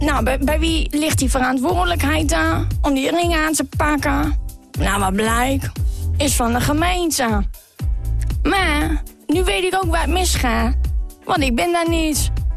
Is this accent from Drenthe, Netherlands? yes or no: no; Groningen, Netherlands; Ik kom uit Groningen.